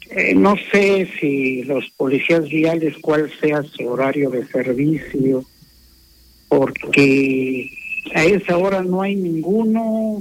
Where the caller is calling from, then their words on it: Mexico; ya ve cómo es el mexicano, todo lo hacemos al trancazo.